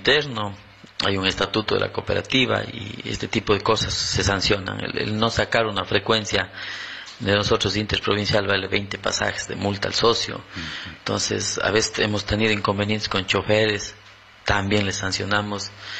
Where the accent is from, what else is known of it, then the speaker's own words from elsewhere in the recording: Sucúa, Morona Santiago, Ecuador; porque somos vecinos, somos los de Sucua de aquí